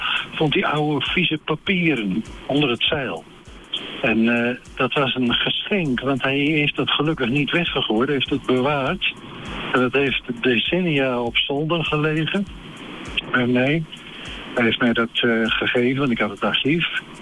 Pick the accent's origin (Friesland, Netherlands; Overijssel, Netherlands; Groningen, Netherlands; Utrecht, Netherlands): Groningen, Netherlands; Smeerling; Ik kom uit Smeerling, tussen ons verder en Vlachtwedde in Westerwolde.